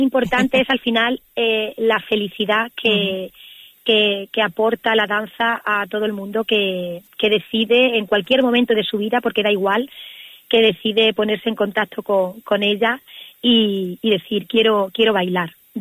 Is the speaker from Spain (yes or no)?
yes; Magacela, Extremadura, Spain; yo soy de Magacela.